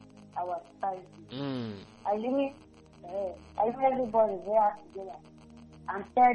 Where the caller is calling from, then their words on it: Obingwa, Abia, Nigeria; I'm calling from Obingwa.